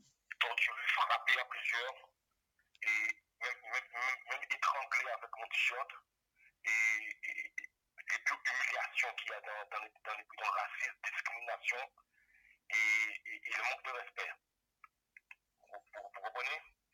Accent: Guadeloupe, France; moi, je suis un Guadeloupéen, et j'ai le mental, et la force de tenir malgré tout.

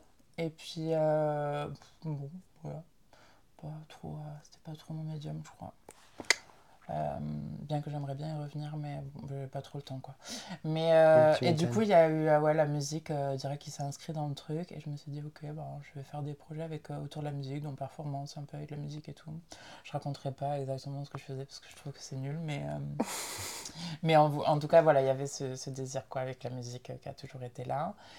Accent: Carcassonne, Occitanie, France; moved away as an adult; also born or lived in Perpignan; je viens de Carcassonne.

